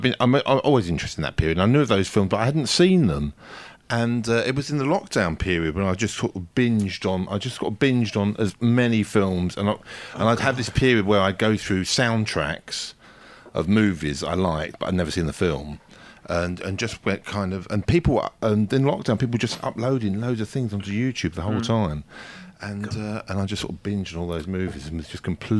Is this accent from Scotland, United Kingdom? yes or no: no; Woodford, London, United Kingdom; I grew up in Woodford